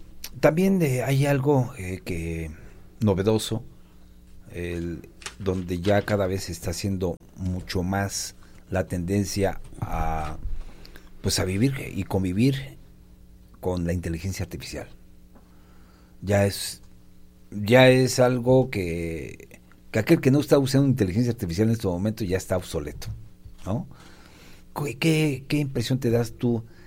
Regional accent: Mexico; Luego muchas veces nos sentimos mexicanos

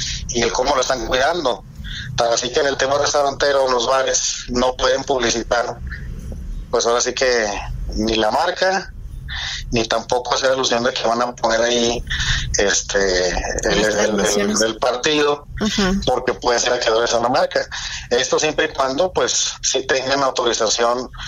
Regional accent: Mexico; en lo general somos mexicanos

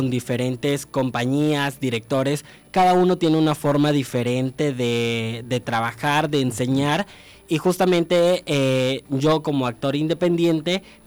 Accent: Cárdenas, Tabasco, Mexico; now in Villahermosa, Mexico; Soy originario de Cárdenas, entonces allá inicio mi formación como actor en la compañía La Duce.

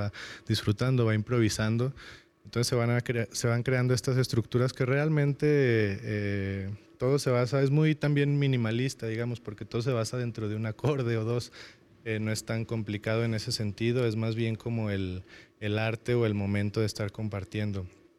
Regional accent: Fresnillo, Zacatecas, Mexico; La mayoría de nosotros somos de Fresnillo, entonces también nos conocemos por esa parte.

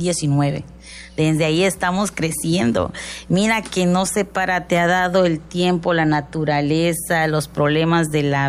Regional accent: Mexico; usted sabe que somos mexicanos

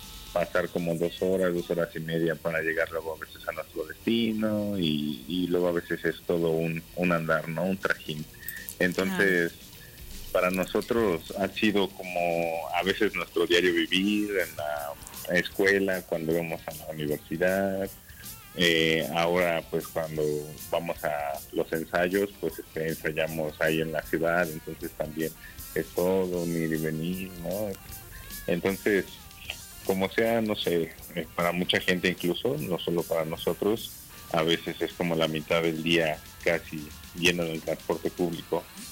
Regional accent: Chalco, State of Mexico, Mexico; Raúl y yo somos de ahí, de Chalco, no sé. Es conocido a veces.

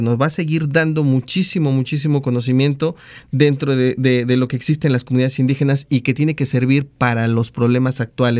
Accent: Veracruz, Mexico; born there; yo por nacimiento soy huasteco, de la Huasteca Veracruzana, en el norte del estado

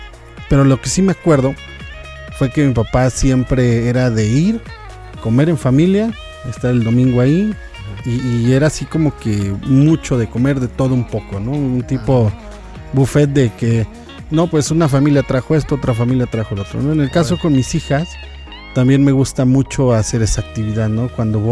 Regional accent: Mexico City, Mexico; nosotros venimos de una familia de la Ciudad de México.

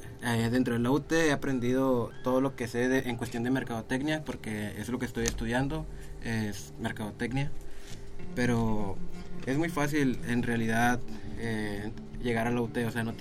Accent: Palau, Coahuila, Mexico; yo soy de Palau y en realidad me quedan en carro como unos 15 minutos

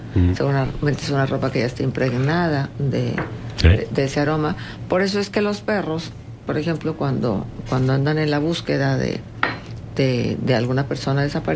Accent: Mexico; siempre nos han dicho que nosotros somos sucios, los mexicanos en general.

